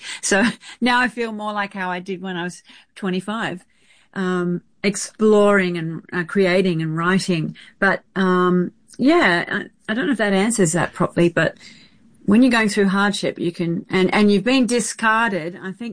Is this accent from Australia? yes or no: yes; Australia; moved away as an adult; now in New York, United States; I moved to New York, which was crazy because I'm an Aussie.